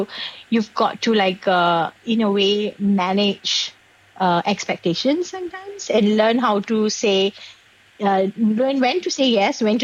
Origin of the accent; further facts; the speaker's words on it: Singapore; I grew up in Singapore and, you know, we Singaporeans struggle with tradition and progression and modernity.